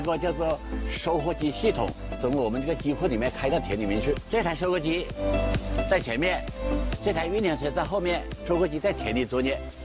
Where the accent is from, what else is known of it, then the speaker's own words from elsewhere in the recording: China; 目前是我们中国做的最好的